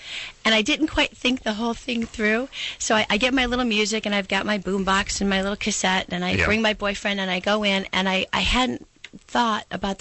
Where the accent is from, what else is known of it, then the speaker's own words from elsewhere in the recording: Illinois, United States; You know, I was really fresh from Illinois.